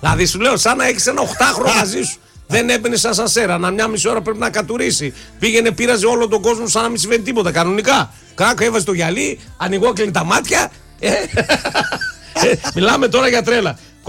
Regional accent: Greece; είμαστε Έλληνες

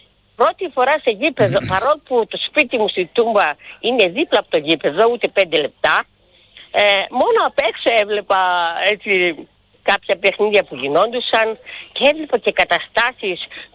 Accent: Cologne, North Rhine-Westphalia, Germany; now in Thessaloniki, Greece; Εγώ μεγάλωσα παιδί στη Γερμανία, στην Κολονία.

